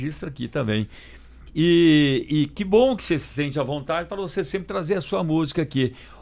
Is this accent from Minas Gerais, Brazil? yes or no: yes; Minas Gerais, Brazil; now in Brasília, Brazil; Eu também sou mineiro